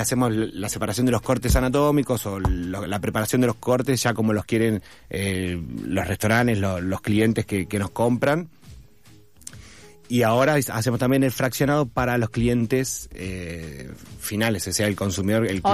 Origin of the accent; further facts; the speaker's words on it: Buenos Aires, Argentina; also born or lived in Entre Ríos; Me crié en Buenos Aires, mi padre entrerriano